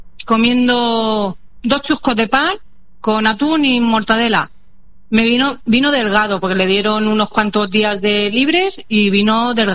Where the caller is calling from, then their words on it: Alicante, Valencian Community, Spain; Yo en Alicante.